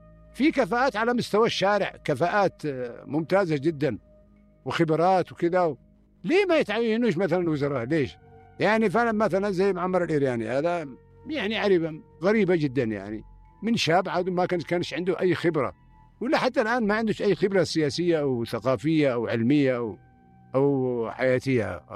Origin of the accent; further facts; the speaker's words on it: Sanaa, Amanat Al Asimah, Yemen; هنا عندنا في صنعاء